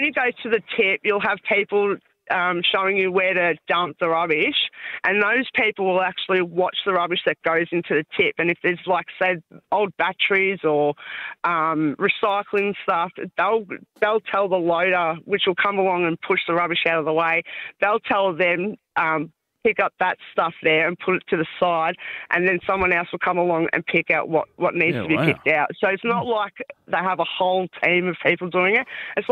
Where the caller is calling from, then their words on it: Werribee, Victoria, Australia; I'm from Werribee and we've got three bins.